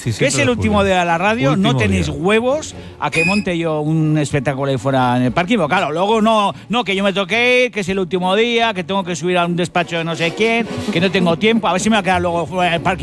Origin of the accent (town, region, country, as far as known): Basque Country, Spain